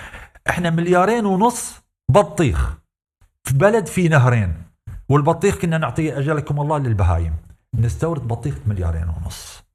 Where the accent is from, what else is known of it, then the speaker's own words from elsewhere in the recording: Iraq; والساده المشاهدين من بلدي العراق.